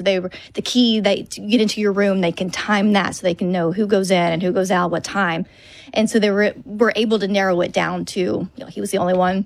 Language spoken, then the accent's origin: English; Arkansas, United States; Like, I grew up in Arkansas, so we're not surrounded by water.